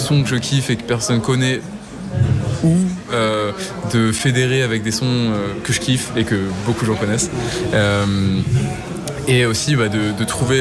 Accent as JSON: {"language": "French", "town": "Rouen", "region": "Normandy", "country": "France", "tie": "born or raised there", "said": "Dans ma ville natale à Rouen."}